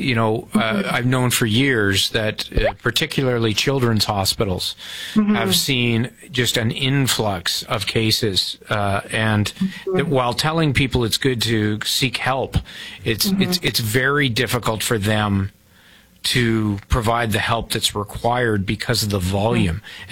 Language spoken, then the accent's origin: English; Toronto, Ontario, Canada; when I was growing up in Toronto on CFNY